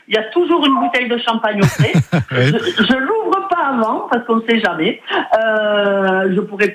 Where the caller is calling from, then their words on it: Toulouse, Occitanie, France; je suis toulousaine